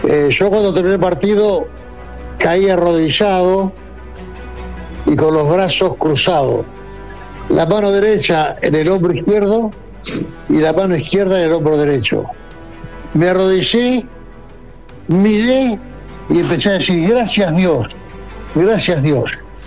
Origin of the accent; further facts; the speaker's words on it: Argentina; Me río porque siempre el que pierde por excusas, y nosotros lo vivimos en carne propia en el 78, que fue la primera Copa del Mundo que conquistó nuestro país